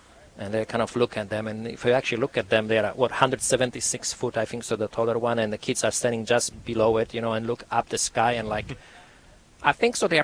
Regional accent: Poland; English is a second language; moved away as an adult; now in United States; because, you see, we're Catholics, and I grew up in Poland, in a Catholic country. When I arrived to the United States

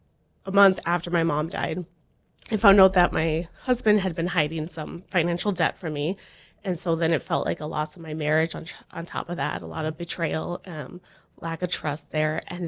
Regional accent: Buchanan, North Dakota, United States; moved away as an adult; also born or lived in Wahpeton / Valley City; now in Courtenay, United States; I'm originally from Buchanan

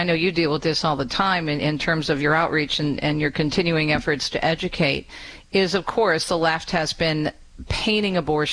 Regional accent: Michigan, United States; And we in Michigan, my home state of Michigan, we're really concerned about a particular man running for Senate.

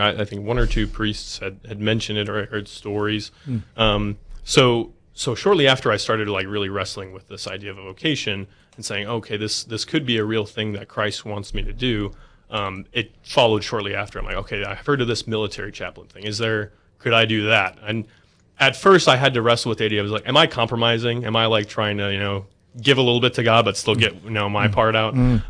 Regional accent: Lakota, North Dakota, United States; born there; also born or lived in Alaska / Grand Forks area, North Dakota / Mayville, North Dakota; I grew up in Lakota primarily. Okay. I grew up in Lakota till I was 12 years old. Then my family moved out of state for a couple of years. We actually lived in Alaska

